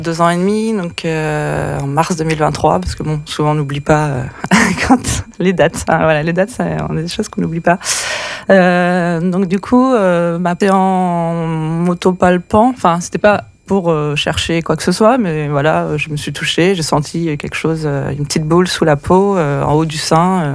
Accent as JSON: {"language": "French", "town": "Tours", "region": "Centre-Val de Loire", "country": "France", "tie": "born or raised there", "also_born_or_lived": "Drôme", "moved": "as an adult", "lives_now": "Ardèche, France", "said": "je suis originaire de Tours, château de la Loire."}